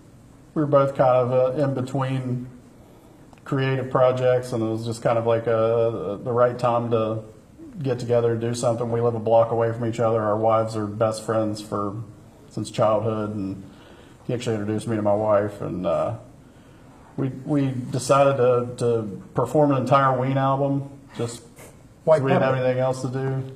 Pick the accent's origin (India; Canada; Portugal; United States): United States; Point Pleasant, West Virginia; moved away as an adult; now in Huntington, United States; We're both from Point Pleasant